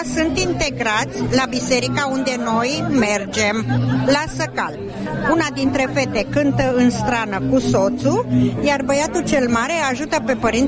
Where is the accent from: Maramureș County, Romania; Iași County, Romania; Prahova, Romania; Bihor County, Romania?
Bihor County, Romania; Oradea; moved away; Din Oradea.